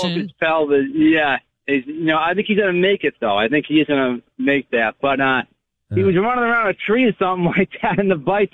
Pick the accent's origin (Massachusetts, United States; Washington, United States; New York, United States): Massachusetts, United States; Boston; I'm from Boston. I don't know if you know that, but I'm from over there. I'm from that area.